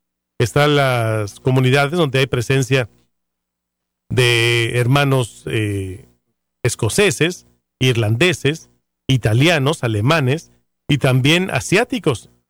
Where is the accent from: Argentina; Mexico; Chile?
Mexico; no somos nada más mexicanos los que estamos participando de la misa